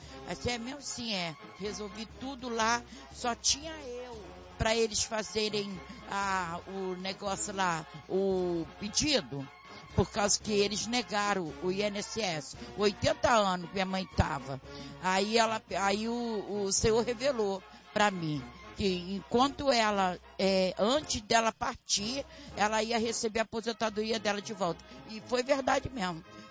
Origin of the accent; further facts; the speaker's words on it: Bangu, Rio de Janeiro, Brazil; Lá de Bangu.